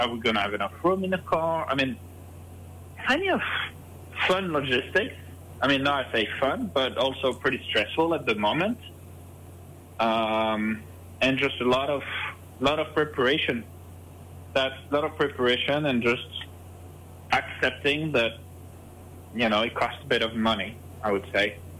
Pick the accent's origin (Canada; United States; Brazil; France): France; Bordeaux, Nouvelle-Aquitaine; moved away; I grew up in Bordeaux